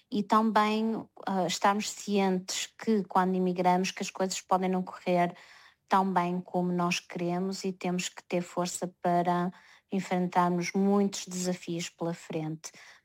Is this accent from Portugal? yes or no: yes; Portugal; moved away; Portugal, porque afinal eu sou portuguesa, as minhas raízes também estão aí, e então não é possível esquecer Portugal, e é por isso que eu continuo a trabalhar e espero dar visibilidade ao país onde eu nasci.